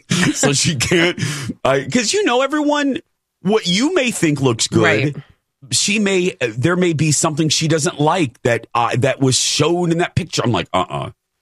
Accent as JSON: {"language": "English", "region": "Indiana", "country": "United States", "said": "It was in my home state of Indiana. It was great to be back."}